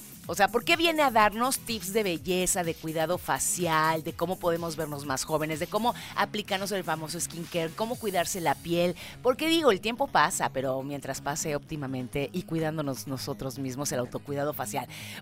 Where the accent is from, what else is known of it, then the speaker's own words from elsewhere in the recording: Mexico; nosotros siempre estamos como mexicanos pues muy a la expectativa.